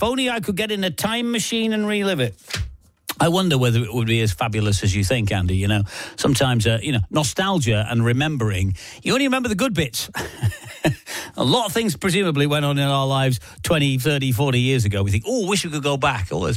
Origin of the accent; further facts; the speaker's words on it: Warrington, North West England, United Kingdom; I come from Warrington.